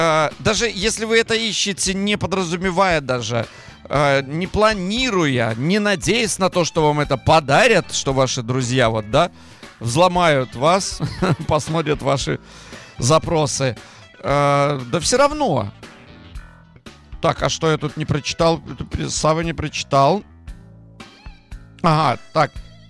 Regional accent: Gomel, Gomel Region, Belarus; Даже достопримечательность моего родного города Гомеля, дворцово-парковый ансамбль, который занесен в ЮНЕСКО, тоже имеется.

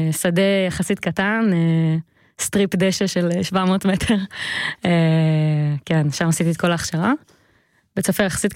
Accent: Beersheba, Southern District, Israel; גדלתי בבאר שבע, משפחה מרוקאית גדולה ושמחה.

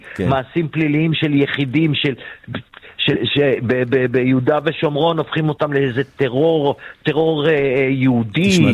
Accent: Jerusalem, Jerusalem District, Israel; אני מחובר מגיל, אני ירושלמי, אל תגיד את זה עוד פעם.

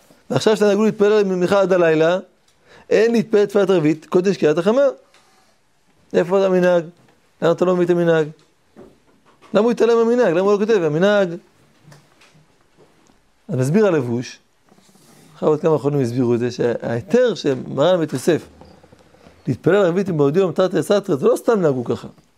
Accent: Tel Aviv, Tel Aviv District, Israel; אני גדלתי בתל אביב, לא היה, יש מניין מיד בזמן

